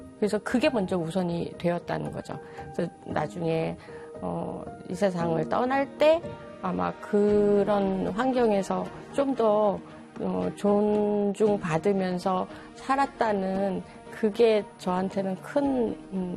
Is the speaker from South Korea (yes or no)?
yes; South Korea